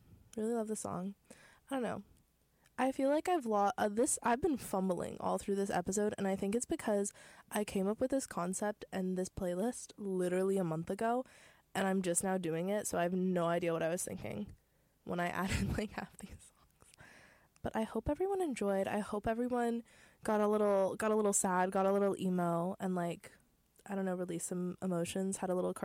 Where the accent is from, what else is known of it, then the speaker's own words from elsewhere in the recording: Modesto, California, United States; born there; I was born in Modesto. Love Modesto. Shout out. Shout out to the Central Valley of California.